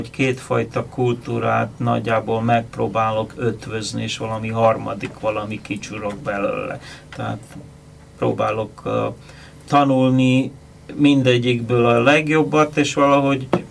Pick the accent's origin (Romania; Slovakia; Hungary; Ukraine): Hungary; now in United States; Tehát a kérdés az volt, hogy én elvágtam-e a gyökereket, és én már csak amerikai vagyok. Hát természetesen nem, már az is mutatja magába, hogy most is itt vagyok, és hazahoztam nagy szeretettel a filmet